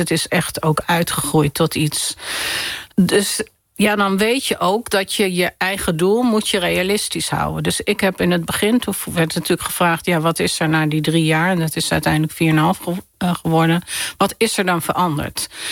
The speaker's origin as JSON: {"language": "Dutch", "town": "Amsterdam", "region": "North Holland", "country": "Netherlands", "tie": "born or raised there", "said": "Ja, ik ben in Amsterdam opgegroeid. Heel veel uitgegaan. We zijn opgegroeid in Amsterdam-West."}